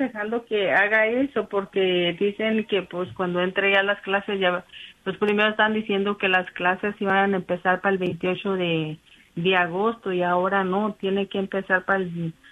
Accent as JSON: {"language": "Spanish", "town": "Miguel Auza", "region": "Zacatecas", "country": "Mexico", "said": "porque yo soy de Miguel Auza, Zacatecas, Pedrito, y ahorita se está inundando, Pedrito"}